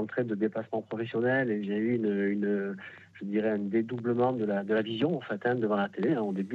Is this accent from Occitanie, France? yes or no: no; Marseille, Provence-Alpes-Côte d'Azur, France; Bon là je suis à Colmar en déplacement professionnel, mais effectivement je suis natif du sud de la France.